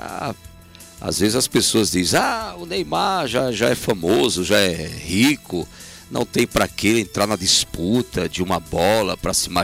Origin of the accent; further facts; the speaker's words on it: Brazil; a gente é brasileiro